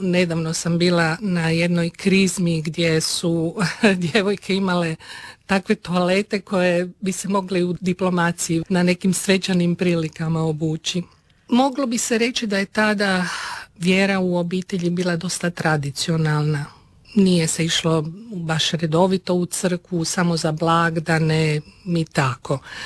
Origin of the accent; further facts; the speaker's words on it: Zagreb, City of Zagreb, Croatia; also born or lived in Karlovac; rođena sam u Karlovcu, jer su moji roditelji tada živjeli u Krašiću, no ubrzo su se preselili u Zagreb, gdje su u Botincu izgradili kuću i ja sam tamo odrasla.